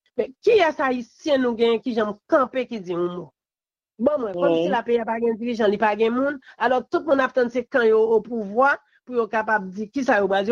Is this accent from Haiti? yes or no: yes; Haiti; Je ne crois pas que c'est seul président Aristide, en tant que haïtien seulement, que nous avons.